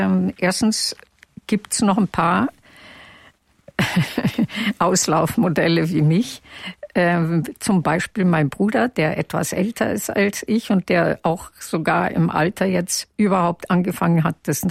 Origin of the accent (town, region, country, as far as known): Bavaria, Germany; born there; first language Yiddish; German is a second language